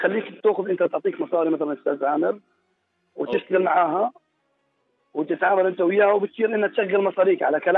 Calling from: Jordan; احنا اردنيين

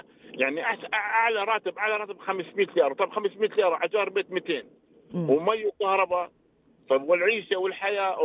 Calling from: Iraq; انا عراقي لكن امي اردنيه ومرتي اردنيه.

